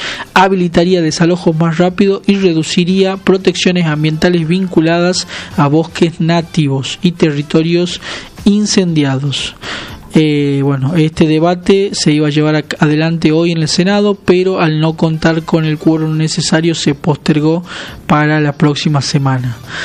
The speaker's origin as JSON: {"language": "Spanish", "country": "Argentina", "said": "qué posición tomamos como argentinos"}